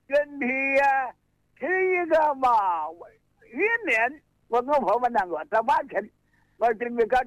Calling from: Honghu, Hubei, China; 我洪湖。

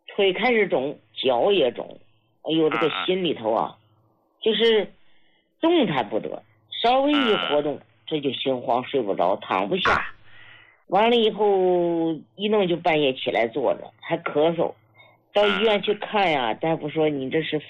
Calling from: Hebei, China; 我是河北的。

